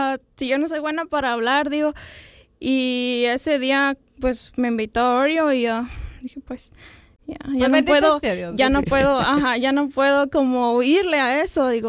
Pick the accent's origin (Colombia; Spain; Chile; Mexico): Mexico; moved away; hace como 2 años que llegué aquí a este país. Ya, yo soy de México.